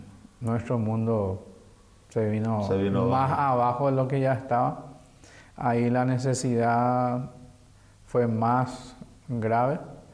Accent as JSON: {"language": "Spanish", "region": "Asunción", "country": "Paraguay", "tie": "born or raised there", "said": "Crecí en Asunción. Somos 7 en mi familia. Yo soy el segundo. 5 varones, 2 nenas, papá y mamá."}